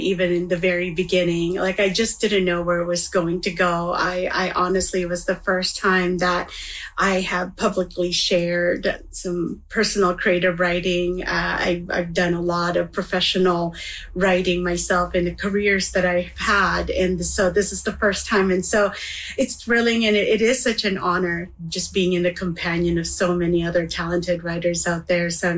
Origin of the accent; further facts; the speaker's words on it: Manitoba, Canada; And so growing up in Manitoba, those landscap